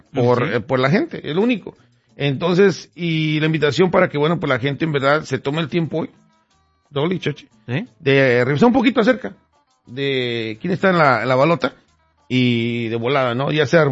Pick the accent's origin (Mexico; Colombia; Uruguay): Mexico; now in United States; yo vine de México...